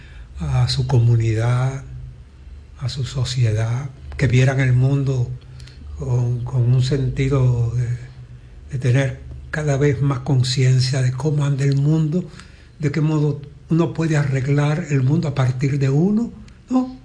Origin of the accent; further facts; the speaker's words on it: Dominican Republic; Soy dominicano. Y la gran mayoría, por no decirlo todo, todos los dominicanos somos alegres, somos, qué sé yo, simpáticos, buscamos ser simpáticos